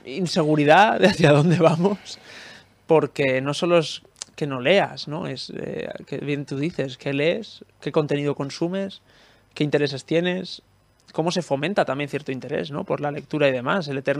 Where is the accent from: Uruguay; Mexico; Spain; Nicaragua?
Spain; A mí eso, como ciudadano español que le preocupa mi soberanía nacional, me dejó profundamente inquieto.